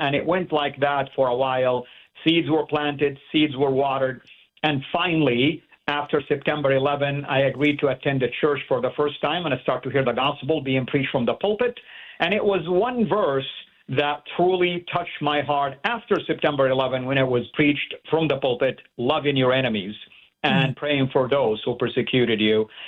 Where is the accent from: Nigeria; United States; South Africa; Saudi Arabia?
Saudi Arabia; Of course, when I grew up back home in Saudi, and of course, Saudi is considered to be the heartland of Islam where everything started it.